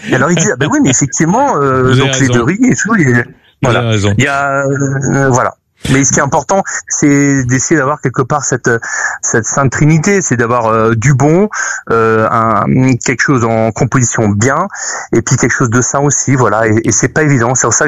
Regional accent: France

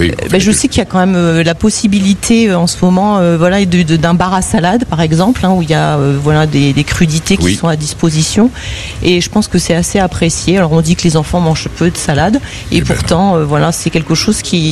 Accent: Hauts-de-France, France; Je viens de la région du Nord.

